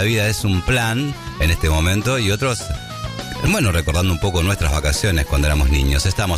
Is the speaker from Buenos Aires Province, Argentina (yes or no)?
yes; Azul, Buenos Aires Province, Argentina; Del interior, la provincia de Buenos Aires, en este caso yo soy de Azul, también veníamos a veces a la ciudad de Buenos Aires